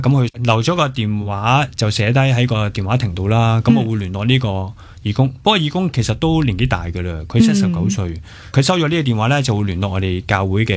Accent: Hong Kong; now in Japan

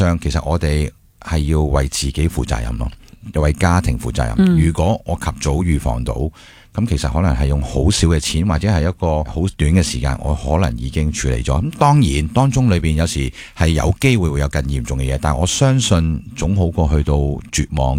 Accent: Hong Kong

